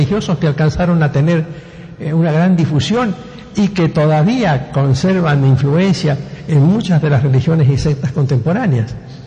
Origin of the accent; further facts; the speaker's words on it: Rosario, Santa Fe, Argentina; los que me conocen como rosarino de toda la vida